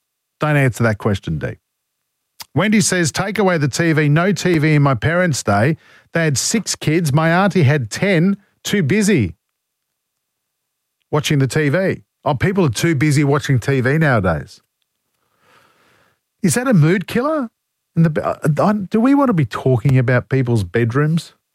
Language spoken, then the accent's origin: English; Queensland, Australia; I'm a Queenslander, A. I love the Goldie, A. I mean, I really do love the Goldie.